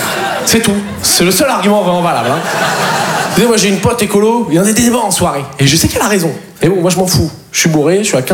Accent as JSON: {"language": "French", "town": "Poitiers", "region": "Nouvelle-Aquitaine", "country": "France"}